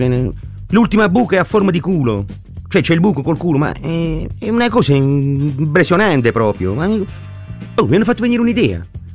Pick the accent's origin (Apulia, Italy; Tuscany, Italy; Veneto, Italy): Apulia, Italy; io sono meridionale, sono pugliese, sta andando molto in Puglia, questa realtà la stiamo espandendo.